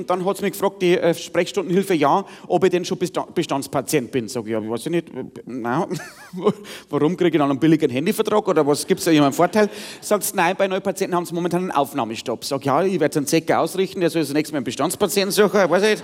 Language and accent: German; Bavaria, Germany; Wie man bei uns im Bayerischen Wald dazu sagt.